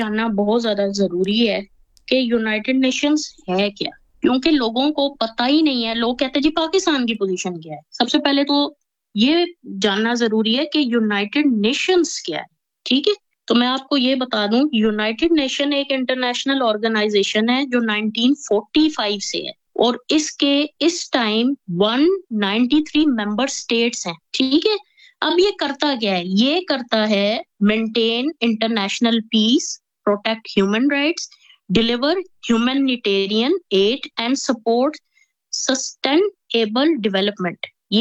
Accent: Pakistan; let me talk straight as a Pakistani.

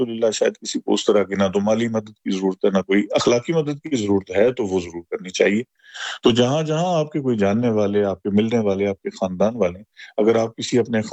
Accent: Pakistan

